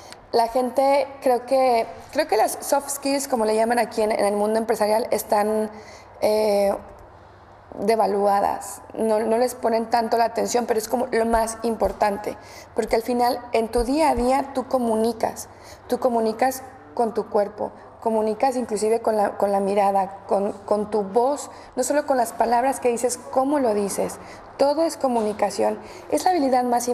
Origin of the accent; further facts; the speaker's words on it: Mexico; Mexicanos, yo soy mexicana, sí.